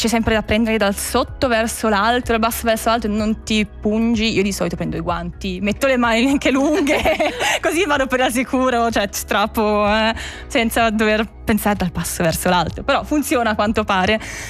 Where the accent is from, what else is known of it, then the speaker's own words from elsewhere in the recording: Graubünden, Switzerland; moved away; alla fine sono cresciuta lì, è lì praticamente casa